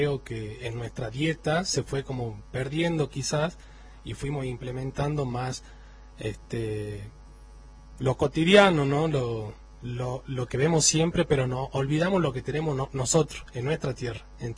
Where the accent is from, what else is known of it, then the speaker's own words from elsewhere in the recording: Jujuy, Argentina; moved away as an adult; also born or lived in Buenos Aires; Yo soy jujeño, pero estando muy lejos de mi provincia es que como que me empecé a dar cuenta de lo que tenía mi provincia en realidad para darme.